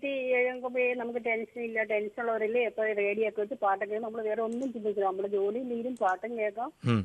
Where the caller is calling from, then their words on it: Thiruvananthapuram, Kerala, India; ഞാൻ തിരുവനന്തപുരം